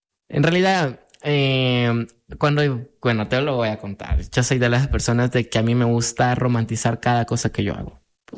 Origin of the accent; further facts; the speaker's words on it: El Salvador; Y te preguntan, ¿de dónde eres? Y uno le dice, soy de El Salvador